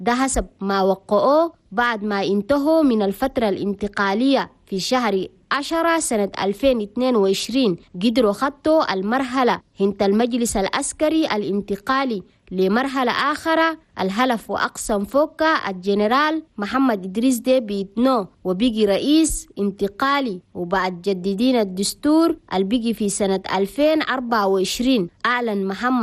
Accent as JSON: {"language": "Arabic", "country": "Chad", "said": "بلدنا تشاد"}